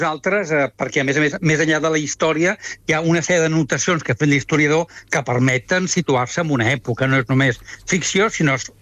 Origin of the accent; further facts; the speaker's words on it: Reus, Catalonia, Spain; I molt content de parlar de Gaudí, esclar que sí. I com a reusenc, encara més.